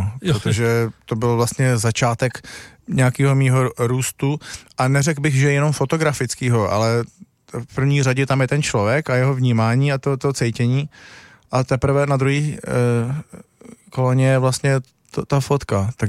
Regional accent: Bohemia, Czechia; now in Greenland; A oni, a odkud teda seš? No, tak jsem z Čech.

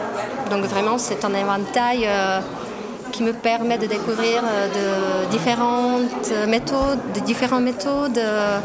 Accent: Český Těšín, Moravian-Silesian Region, Czechia; French is a second language; also born or lived in Ostrava; Je ne suis pas née à Český Těšín, mais je suis née à Ostrava, donc c'est à, disons, à 30 km de là-bas.

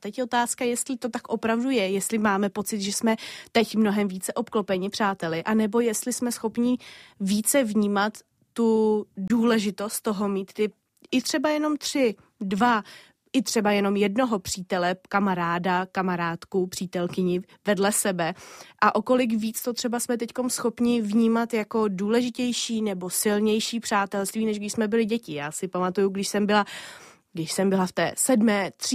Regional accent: Prague, Czechia; protože jsem Pražačka.

